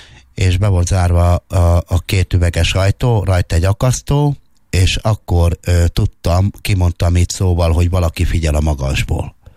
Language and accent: Hungarian; Baktalórántháza, Szabolcs-Szatmár-Bereg, Hungary; Baktalarendháza.